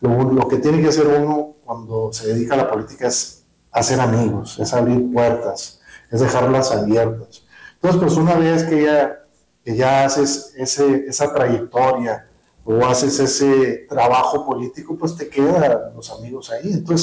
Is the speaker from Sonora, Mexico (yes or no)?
yes; Cananea, Sonora, Mexico; Aprovecho para saludarlos y decirles que estoy muy contento de estar aquí en mi pueblo.